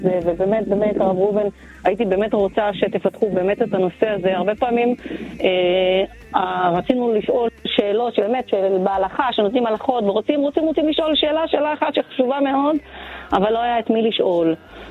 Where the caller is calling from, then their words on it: Haifa, Haifa District, Israel; אנחנו בעיקרון מהעיר חיפה